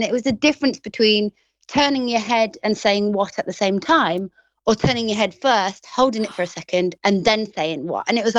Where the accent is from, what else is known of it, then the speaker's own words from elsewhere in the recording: Grimsby, Yorkshire and the Humber, United Kingdom; accent: Grimsby; Well, the thing is, as you can hear, I've got this Grimsby accent, right?